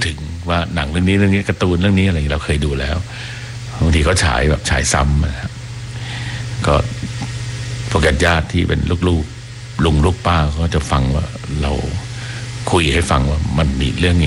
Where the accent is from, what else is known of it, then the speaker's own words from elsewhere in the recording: Bangkok, Thailand; ก็ตอนไปอยู่กันกับน้องสาวซึ่งเราก็เป็นเด็กกรุงเทพนะฮะที่มีไฟฟ้าแล้วแล้วก็มีโทรทัศน์ดู